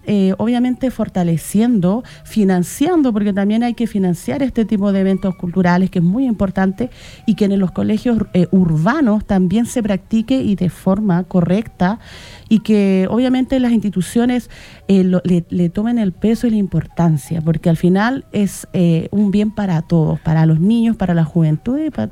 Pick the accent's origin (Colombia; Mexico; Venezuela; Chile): Chile; Cariquima, Tarapacá; siendo de mi pueblo de Cariquima, de Chijo y Ancovinto.